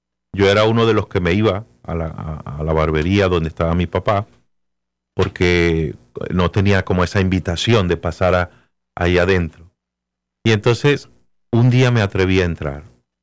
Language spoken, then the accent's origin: Spanish; Valera, Trujillo, Venezuela; mi papá tenía una barbería, todavía está la barbería, en la ciudad donde nací, en Valera, en el estado Trujillo, en Venezuela